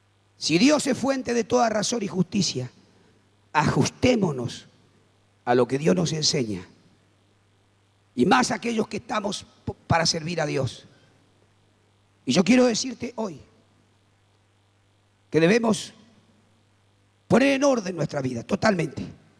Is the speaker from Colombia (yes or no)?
no; Argentina; nos olvidamos como argentinos